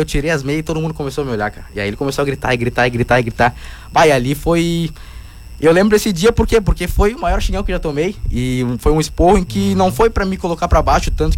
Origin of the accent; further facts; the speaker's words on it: Salvador do Sul, Rio Grande do Sul, Brazil; also born or lived in Porto Alegre; eu sou natural de Porto Alegre, nasci em Porto Alegre. E aí, mas morei em Salvador a vida inteira